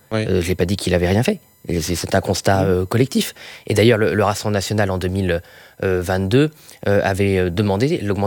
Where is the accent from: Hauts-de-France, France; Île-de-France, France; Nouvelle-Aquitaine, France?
Hauts-de-France, France; Boulogne-sur-Mer; born there; Moi, je suis né à Boulogne-sur-Mer, donc ma famille, comme beaucoup de familles des Hauts-de-France, a été marquée symboliquement par le scandale Outreau.